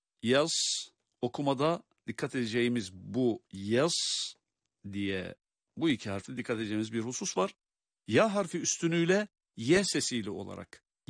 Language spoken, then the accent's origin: Turkish; Erzurum, Turkey; Benim de memleketim olan Erzurum'da